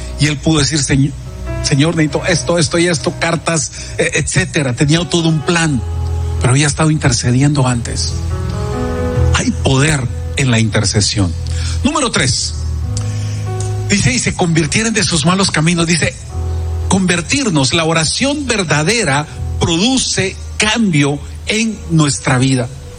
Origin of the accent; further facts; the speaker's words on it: Guatemala; Pedimos perdón como guatemaltecos